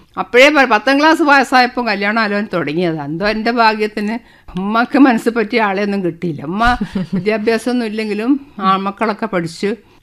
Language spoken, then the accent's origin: Malayalam; Kozhikode, Kerala, India; born there; moved away as an adult; now in Thiruvananthapuram, India; എൻ്റെ വീട് പ്രൊവിഡൻസ് കോളേജിൻ്റെ കുറച്ച് അടുത്താണ്.